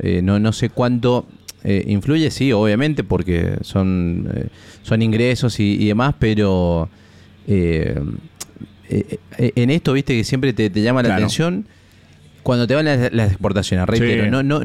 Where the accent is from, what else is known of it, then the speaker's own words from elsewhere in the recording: Mendoza, Argentina; como mendocino sobre todo